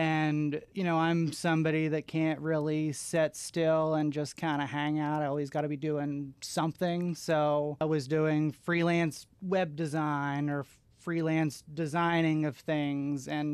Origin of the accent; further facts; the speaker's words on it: United States; So I'm from Lewis County. I grew up there.